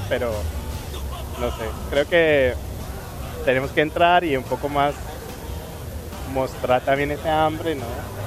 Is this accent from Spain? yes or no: no; southwest, Germany; Spanish is a second language; Yo soy alemán.